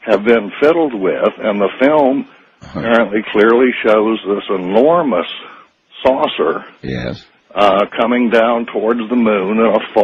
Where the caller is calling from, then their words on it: Oregon, United States; I'm calling from Oregon, and I'm listening on KOH.